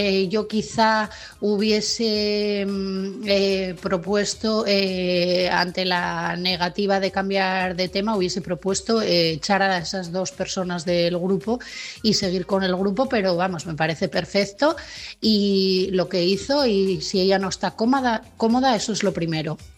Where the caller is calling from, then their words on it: Asturias, Spain; de Asturias